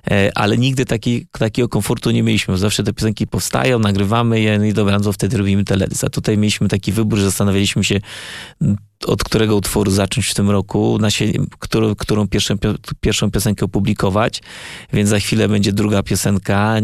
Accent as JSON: {"language": "Polish", "town": "Iłów", "region": "Masovian Voivodeship", "country": "Poland", "moved": "yes", "said": "pochodzę z Iłowa"}